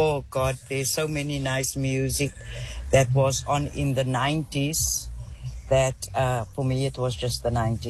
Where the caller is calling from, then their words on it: Cape Town, Western Cape, South Africa; from Table View.